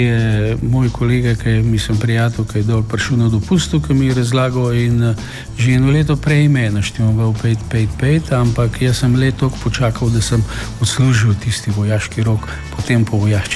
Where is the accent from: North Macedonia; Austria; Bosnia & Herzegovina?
North Macedonia; moved away as an adult; now in Kranj, Slovenia; takrat v tistem času ni bilo toliko Makedoncev. V Kranju ne vem, če nas je bilo vse skupaj 10.